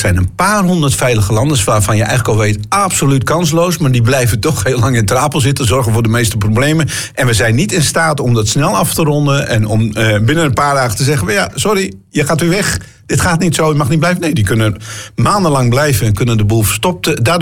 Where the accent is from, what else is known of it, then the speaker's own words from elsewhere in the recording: Groningen, Netherlands; En wij zijn misschien als Groningers wel een beetje negatief ingesteld.